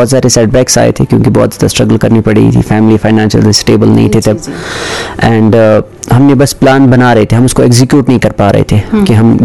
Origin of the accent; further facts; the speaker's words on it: Nargul, Jammu and Kashmir, India; मैं नारगुल से ताल्लुक रखता हूँ